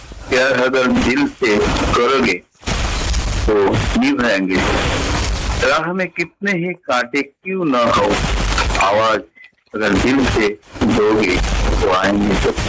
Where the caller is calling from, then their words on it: Ramakrishna Nagar, Assam, India; मेरा गांव का नाम है रामकृष्ण नगर